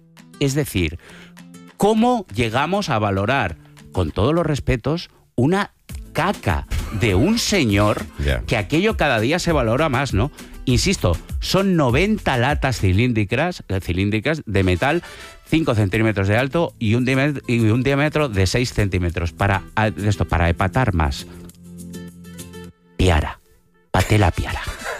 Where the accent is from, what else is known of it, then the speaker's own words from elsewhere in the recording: Sant Feliu de Llobregat, Catalonia, Spain; born there; es de mi pueblo, de San Feliu de Llobregat.